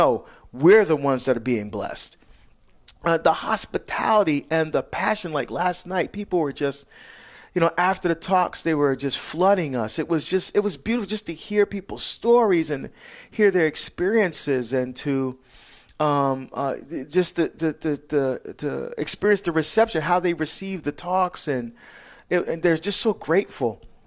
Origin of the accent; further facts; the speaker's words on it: New Jersey, United States; born there; moved away; I go to my home state of New Jersey.